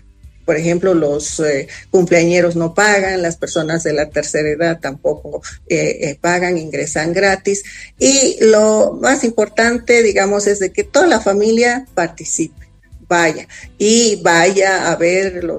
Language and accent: Spanish; La Paz, Bolivia; Sin embargo, como todo paceño, tenemos la esperanza